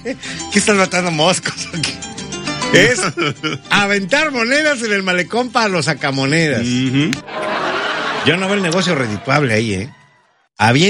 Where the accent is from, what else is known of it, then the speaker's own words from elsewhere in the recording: Veracruz, Mexico; si somos jarochos